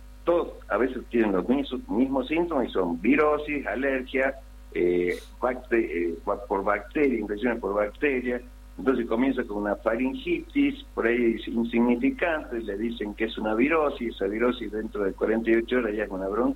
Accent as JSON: {"language": "Spanish", "region": "Catamarca", "country": "Argentina", "tie": "born there", "said": "Los que somos nacidos en Catamarca, y no nos va a sorprender cómo es el clima, etcétera, etcétera, pues sabemos que hay un cambio."}